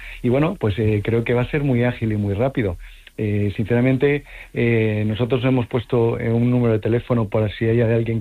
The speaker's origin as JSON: {"language": "Spanish", "town": "Madrid", "region": "Community of Madrid", "country": "Spain", "said": "yo soy madrileño"}